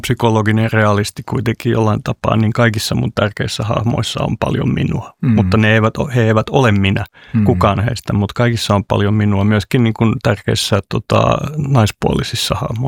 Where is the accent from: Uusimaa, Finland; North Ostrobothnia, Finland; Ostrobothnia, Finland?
Uusimaa, Finland; Helsinki; first language Swedish; Finnish is a second language; tuonne 10-vuotiaaksi saakka niin vartuin kerrostalopihalla iso taloyhtiö Ulvilantiellä Munkkivuoressa raput A-sta F-ään 6 tai 7 kerrosta